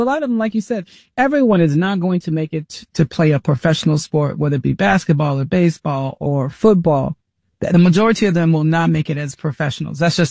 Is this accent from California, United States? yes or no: no; Mississippi, United States; I actually attended, I got my master's from Mississippi State. That's my home state, and I got my master's from there. So very familiar with the SEC. I'm from here